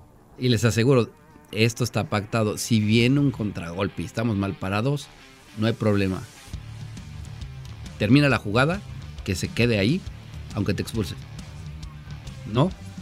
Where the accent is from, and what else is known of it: Mexico